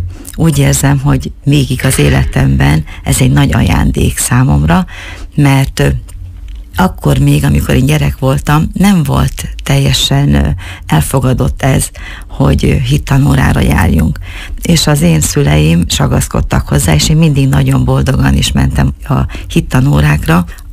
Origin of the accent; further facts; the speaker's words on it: Semin, Borsod-Abaúj-Zemplén, Hungary; Én egy nagyon kicsi faluban, a Bodrog közben, Seminben nevelkedtem. Ez a település, ez egy 300-400 főből állt, de egy nagyon református község volt ez.